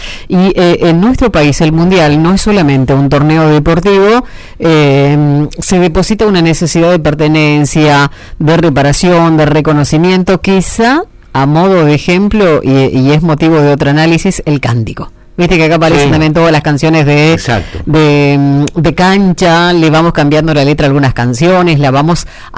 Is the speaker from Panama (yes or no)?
no; Argentina; vos sabés que el tema de ser tan pasionales como somos los argentinos, sobre todo cuando juega la selección